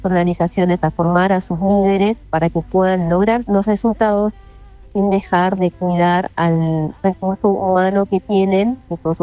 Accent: Corrientes, Argentina; now in Buenos Aires, Argentina

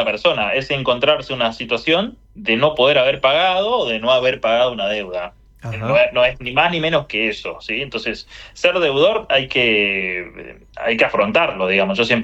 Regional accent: Argentina

